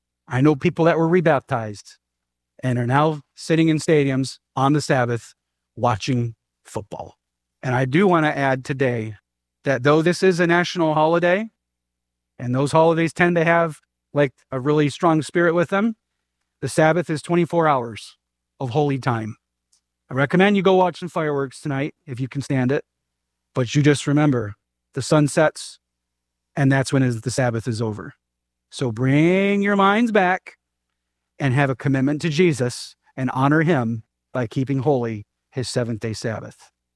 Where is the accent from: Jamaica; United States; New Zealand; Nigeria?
United States; I'm American. Amen? I love this country.